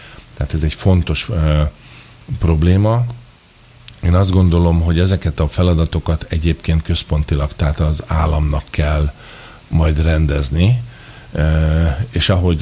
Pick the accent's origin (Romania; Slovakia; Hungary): Hungary; Pest; 50 kilométerre Budapesttől, hogy mi vidékiek vagyunk, de hát Pest megye legdélebbi, egyik legkisebb települése vagyunk